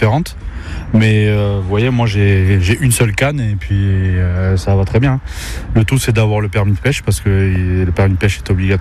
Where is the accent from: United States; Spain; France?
France; Bordeaux, Nouvelle-Aquitaine; Mais après, moi, ça fait un mois que que j'ai déménagé. Je viens de Bordeaux, moi, à la base.